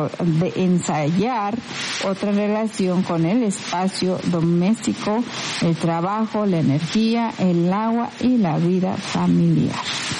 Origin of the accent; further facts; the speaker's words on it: Mexico; moved away; yo de donde vengo, de México